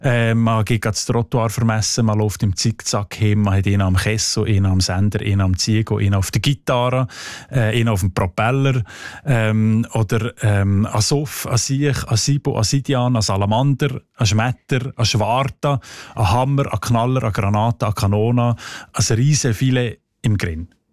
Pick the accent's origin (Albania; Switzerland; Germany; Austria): Switzerland; Fribourg; accent: Seislerdeutsch; Was für Redewendungen als die Leute im Seislerdeutschen, also in meinem Dialekt, brauchen für betrunken sein